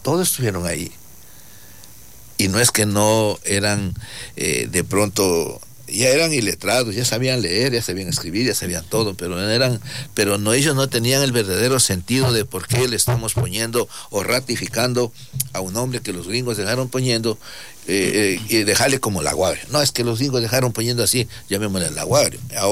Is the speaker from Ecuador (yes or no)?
yes; Sucumbíos, Ecuador; Le digo, sí, yo soy de Sucumbíos.